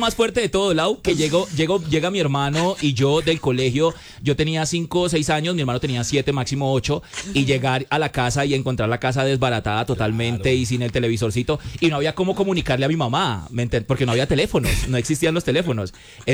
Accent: Cali, Valle del Cauca, Colombia; Crecí, sí, literal. Es que crecí en Manuela Beltrán. Manuela Beltrán en Cali es un barrio súper pesado

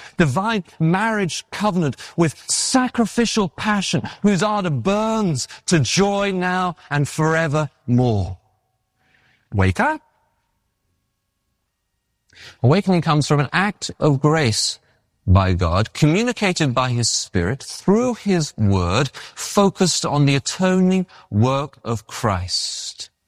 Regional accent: England, United Kingdom; moved away as an adult; now in United States

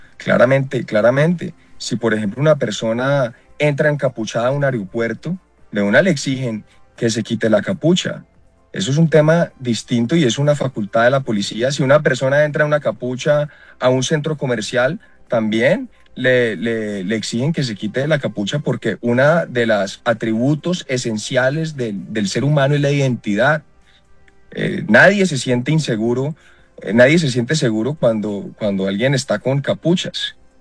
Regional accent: Cali, Valle del Cauca, Colombia; porque además yo soy de Cali.

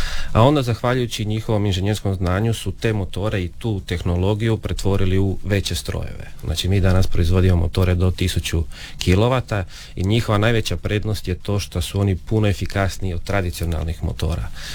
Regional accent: Pula, Istria County, Croatia

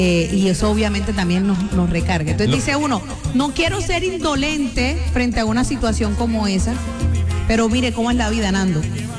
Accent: Colombia

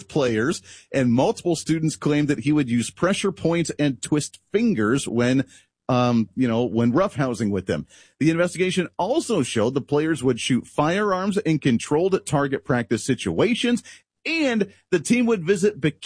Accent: Ohio, United States; I grew up in Ohio area where we had about 10 apple trees.

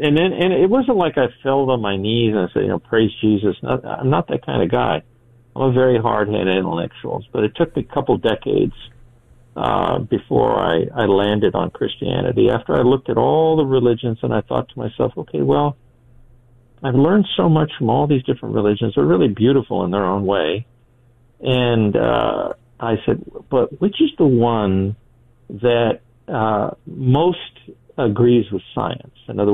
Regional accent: Los Angeles, California, United States; I grew up in East L.A. listening about the Bible this, Bible that.

